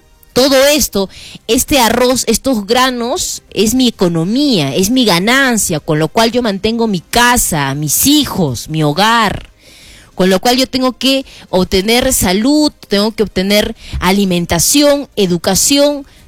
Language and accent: Spanish; Arequipa, Peru; Desde nosotros como arequipeños